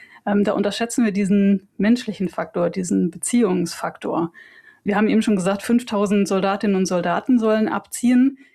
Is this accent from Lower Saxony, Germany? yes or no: no; Hesse, Germany; Ich komme aus Hessen, ja.